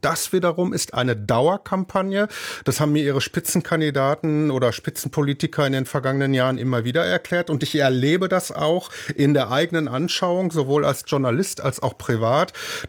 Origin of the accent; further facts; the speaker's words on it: North Rhine-Westphalia, Germany; Ich bin im Ruhrgebiet aufgewachsen